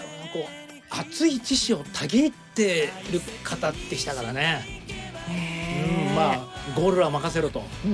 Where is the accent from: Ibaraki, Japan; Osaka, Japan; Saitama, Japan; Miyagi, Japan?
Ibaraki, Japan; Hitachi; 我々と同じ日立市の出身なんですよね。